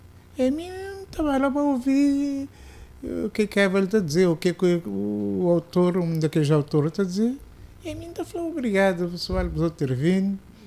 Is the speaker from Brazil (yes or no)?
no; Sal, Cape Verde; a minha é sala, eu sou um salgadinho mais salgado do que salgado